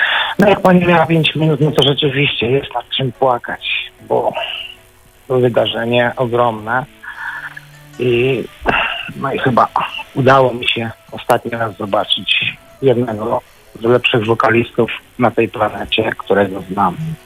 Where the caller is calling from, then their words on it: Masovian Voivodeship, Poland; okolica Tatanowa.